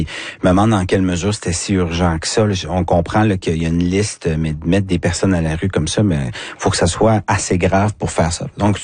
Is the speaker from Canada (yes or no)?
yes; New Brunswick, Canada; revenir chez nous au Nouveau-Brunswick.